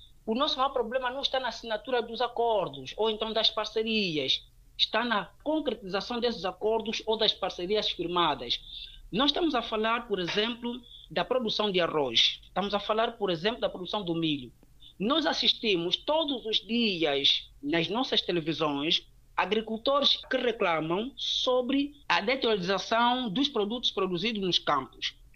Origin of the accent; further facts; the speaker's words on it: Angola; enquanto angolano que somos